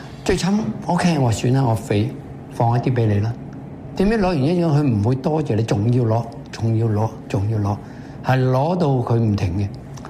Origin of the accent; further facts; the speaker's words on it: Hong Kong; 即係我哋香港人係咁啊，唔會好似大陸咁又會啊灌酒啊、食煙啊咁冇呢樣嘢咯。